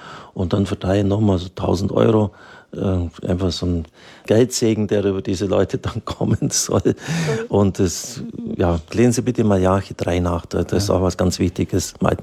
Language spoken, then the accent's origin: German; Baden-Württemberg, Germany; Ich bin ein Schwabe